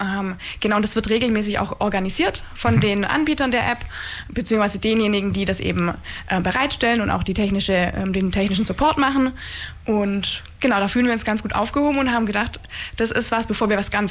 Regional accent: Ulm, Baden-Württemberg, Germany; ich bin in der Umgebung aufgewachsen, war in Ulm in der Schule, war zwischenzeitlich dann auch weg. Also, aber ja, ich würde sagen, ich bin Ulmerin.

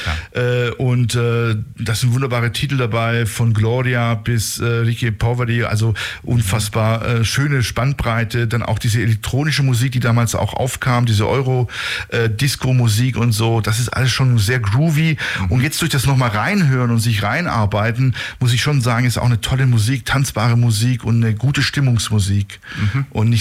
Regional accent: Campania, Italy; accent: Neapolitan; Also, dann gibt es aber auch noch Neapolitanisch, also ich spreche auch noch Dialekt, da können wir auch nochmal dazu kommen, wie ich überhaupt sprachlich aufgewachsen bin.

